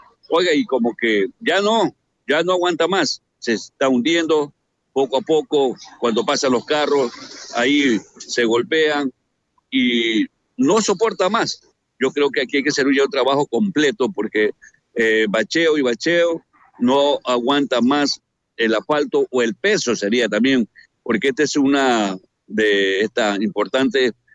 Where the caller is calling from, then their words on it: Manabí, Ecuador; De Manabí